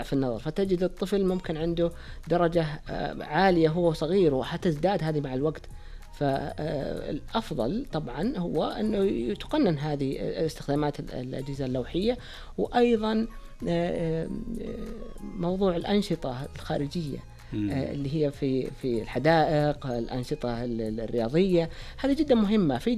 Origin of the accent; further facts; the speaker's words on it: Saudi Arabia; وأعتقد عندنا بالسعودية هنا